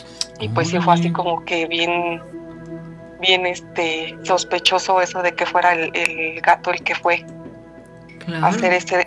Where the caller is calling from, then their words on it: Toluca, State of Mexico, Mexico; Ya les había marcado alguna vez, soy de Toluca.